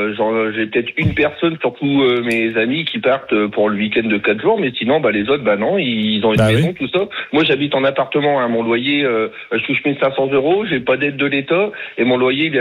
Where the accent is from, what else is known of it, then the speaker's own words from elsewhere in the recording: France; Parce que moi, je suis un Français et je préfère payer mes factures et pas partir en week-end, quoi.